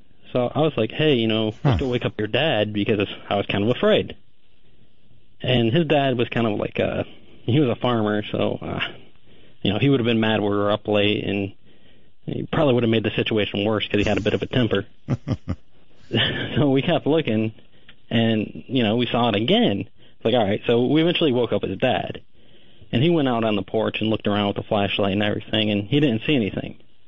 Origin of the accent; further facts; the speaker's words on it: Michigan, United States; now in Austin, United States; I grew up in Michigan, and I was about in middle school, I think